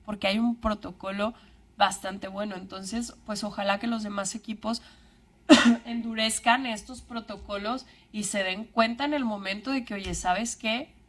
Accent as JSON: {"language": "Spanish", "region": "Aguascalientes", "country": "Mexico", "tie": "born there", "said": "Sí, yo nací en Aguascalientes."}